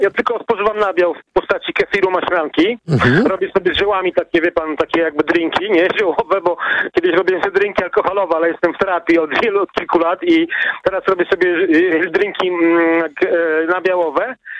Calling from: Gdańsk, Pomeranian Voivodeship, Poland; ja mieszkam w Gdańsku na takich zachodniej dzielnicy, blisko miasta, które się nazywa Żukowo.

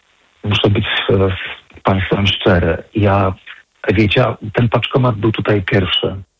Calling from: Kraków, Lesser Poland, Poland; ja mieszkam w Nowej Hucie i mieszkam na pierwszym piętrze.

